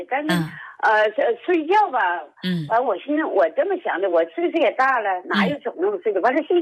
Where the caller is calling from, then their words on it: Changchun, Jilin, China; 我是长春市双阳区的。